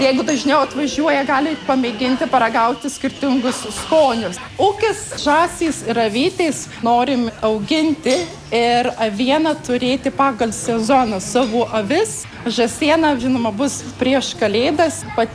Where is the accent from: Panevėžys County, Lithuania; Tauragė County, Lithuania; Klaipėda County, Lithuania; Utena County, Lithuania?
Tauragė County, Lithuania; Girdžiai; born there; moved away as an adult; also born or lived in Ireland; Aš esu iš Girdžių, mano tėvų ūkis.